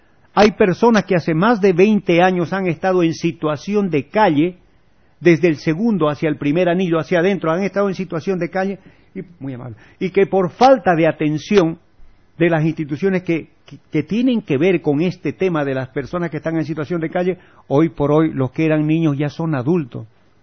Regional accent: Bolivia; nosotros también, bolivianos

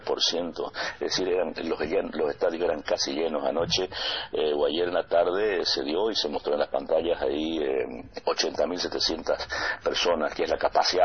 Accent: Bolivia; Nosotros como bolivianos siempre estamos a la saga

